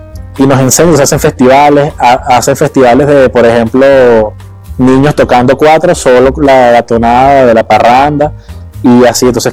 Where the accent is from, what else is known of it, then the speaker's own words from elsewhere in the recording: Guatire, Miranda, Venezuela; also born or lived in Caracas; yo soy de Guatire, exactamente. Nací aquí en Caracas, pero a los días me bajaron para allá.